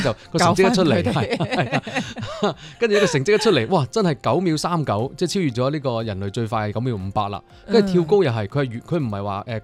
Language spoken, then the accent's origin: Cantonese; Guangdong, China; 我作為一個廣東人